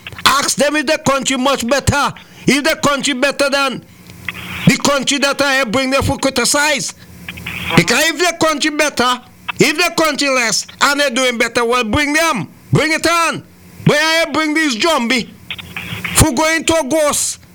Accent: St. Kitts & Nevis; My hometown, St. Kitts

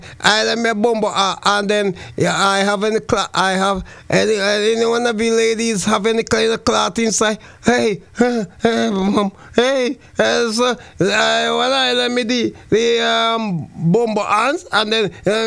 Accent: St. Vincent & Grenadines; now in Antigua and Barbuda; St. Vincent, my hometown.

